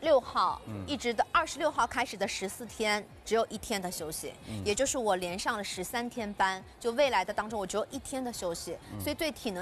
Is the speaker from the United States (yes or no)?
no; Shanghai, China; 罗宋汤，阿拉上海人喜欢的，